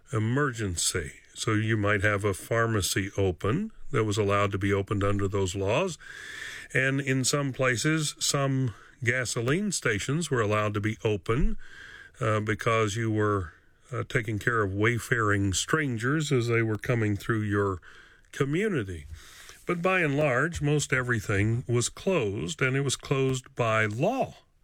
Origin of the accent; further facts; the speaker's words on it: Tennessee, United States; when I grew up in Northeast Tennessee as a youngster